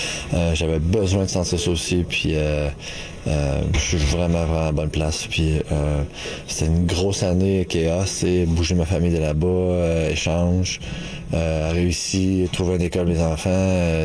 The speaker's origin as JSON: {"language": "French", "region": "Quebec", "country": "Canada", "said": "de jouer deux premières ligues à Montréal, puis spécialement en tant que Québécois pour moi personnellement"}